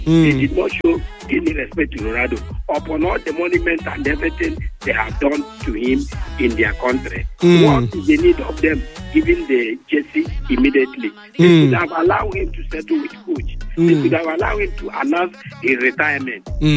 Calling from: Ejigbo, Lagos, Nigeria; from Ejigo.

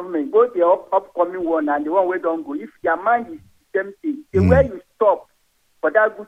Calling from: Ijebu-Ode, Ogun, Nigeria; I'm calling from Ijebu-Ode.

